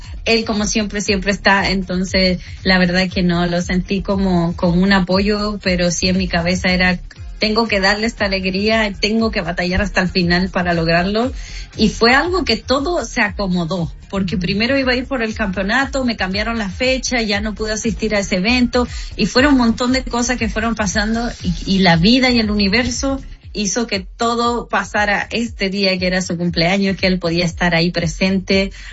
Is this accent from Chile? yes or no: yes; Chile; born there; moved away; also born or lived in Mexico; yo nací en Chile, ajá, pero yo como luchadora me hice en México. En México aprendí, viví 11 años allá